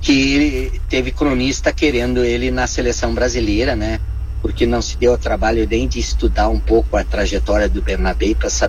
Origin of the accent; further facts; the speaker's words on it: Brazil; continuo sendo brasileiro, torcendo pelo Brasil